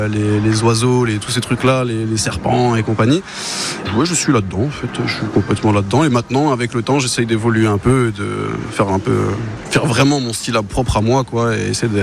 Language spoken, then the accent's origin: French; Metz, Grand Est, France; Alors bonjour, du coup c'est l'ASDEF et je viens de Metz.